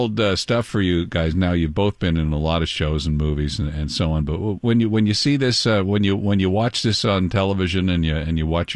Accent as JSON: {"language": "English", "town": "Dorval", "region": "Quebec", "country": "Canada", "tie": "born or raised there", "lives_now": "Pointe-Claire, Canada", "said": "Dorval, on the other side of the tracks."}